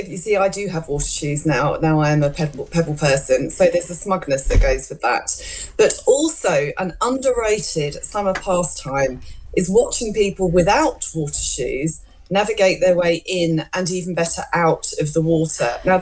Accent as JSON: {"language": "English", "region": "East of England", "country": "United Kingdom", "tie": "born or raised there", "said": "Now, interestingly, I grew up near Clacton"}